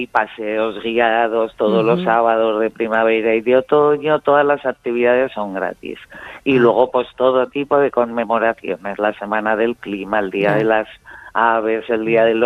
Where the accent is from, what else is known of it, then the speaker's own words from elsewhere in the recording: Sariñena, Aragon, Spain; Y nada, soy de aquí de Sariñena